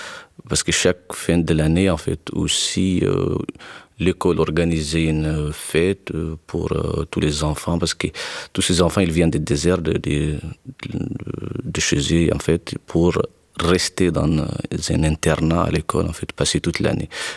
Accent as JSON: {"language": "French", "town": "Tinzaouaten", "region": "Kidal", "country": "Mali", "tie": "born or raised there", "second_language": "French", "said": "nous sommes directement dans la frontière jupitro-algérienne. C'est là où nous sommes grandis, en fait. C'est là où nous avons fait aussi notre école primaire"}